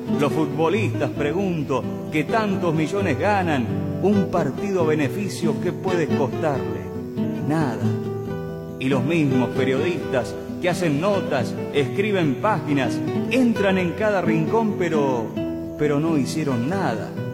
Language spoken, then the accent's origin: Spanish; Argentina; Perdón como argentino, me avergüenza y me da rabia porque lo abandonamos cuando más nos precisaba.